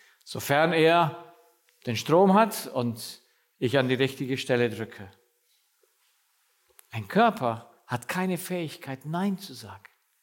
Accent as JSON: {"language": "German", "country": "Romania", "tie": "born or raised there", "moved": "yes", "said": "Und ich bin ja auch im Kommunismus aufgewachsen, in Rumänien."}